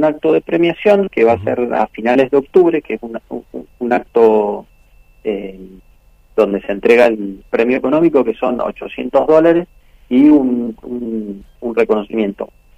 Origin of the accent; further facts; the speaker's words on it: Mendoza, Argentina; nosotros como mendocinos